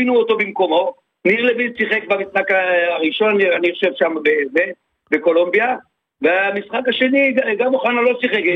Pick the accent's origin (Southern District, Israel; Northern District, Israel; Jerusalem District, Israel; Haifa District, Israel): Southern District, Israel; Beersheba; born there; also born or lived in Iran / Ness Ziona; ואחרי זה עברנו לביישר בגלל שאבא שלי חלה